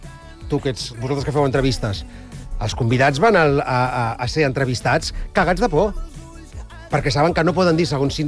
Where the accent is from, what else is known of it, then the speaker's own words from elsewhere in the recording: Catalonia, Spain; A mi, moltes vegades, sóc català, visc a Catalunya, i a mi se'm demana que em posicioni políticament.